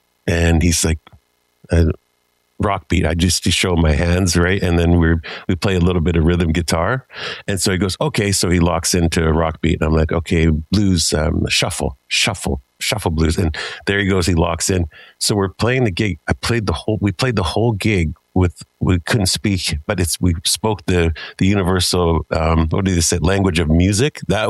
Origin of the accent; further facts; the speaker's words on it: Canada; I'm from Forest First Nations.